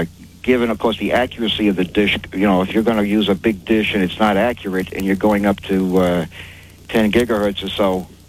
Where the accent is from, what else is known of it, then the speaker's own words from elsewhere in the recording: New York, United States; … from New York.